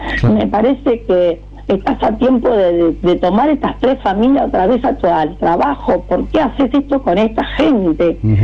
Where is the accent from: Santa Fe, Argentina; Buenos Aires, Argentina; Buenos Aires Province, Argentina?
Santa Fe, Argentina; Fuentes; born there; now in Casilda, Argentina; yo soy nacida de Fuente